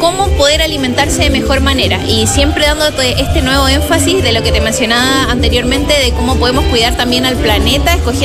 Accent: Chile; sobre todo como chileno

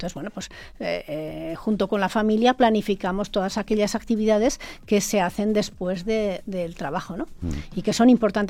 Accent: Cerler, Aragon, Spain; also born or lived in Fonz; Sí, soy de Cerler.

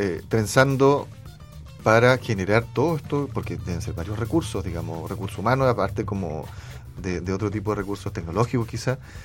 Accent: Concepción, Biobío, Chile; now in Valparaíso Region, Chile; yo que vengo de Concepción originalmente

